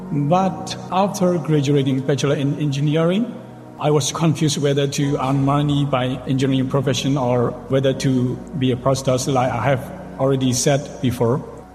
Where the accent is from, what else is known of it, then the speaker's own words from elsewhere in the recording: Myanmar; moved away as an adult; now in Philippines; 31 years old. I'm from northern Myanmar, from the city of Budao